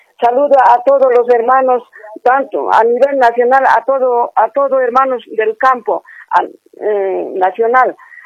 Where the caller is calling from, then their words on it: La Paz, Bolivia; Aquí de La Paz